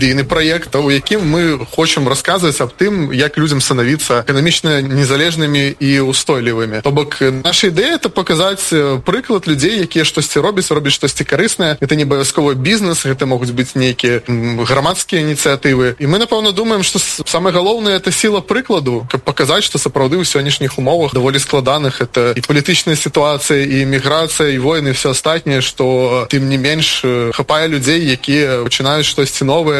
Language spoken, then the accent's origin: Russian; Belarus; и мы, белорусы, по менталитете, как бы, такие тихие некие.